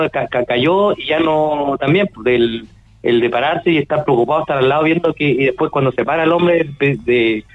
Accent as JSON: {"language": "Spanish", "town": "Santiago", "region": "Santiago Metropolitan Region", "country": "Chile", "tie": "born or raised there", "moved": "yes", "lives_now": "Antofagasta, Chile", "said": "yo soy de Santiago, yo llevo 20 y tantos años viviendo acá"}